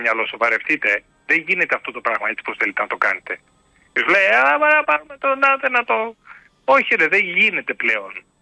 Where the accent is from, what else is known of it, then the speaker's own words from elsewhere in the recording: Greece; εγώ τους Έλληνες και τέτοιο, και το λαό μου, δηλαδή την πατρίδα μου.